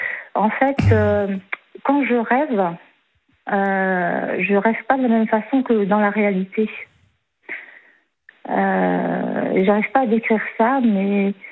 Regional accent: Pays de la Loire, France; born there; je suis née dans un hôpital de campagne, je suis née en Vendée, moi.

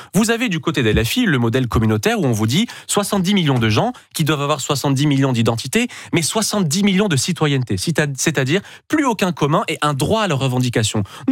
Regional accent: France; born there; Alors, moi, je ne suis pas venu en France, madame. Je suis né en France.

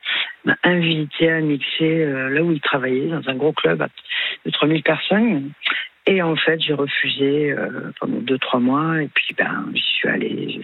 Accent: North, France; now in Nébian, France; Et c'était ce côté artistique de la petite famille du nord de la France, parce que je viens du nord de la France.

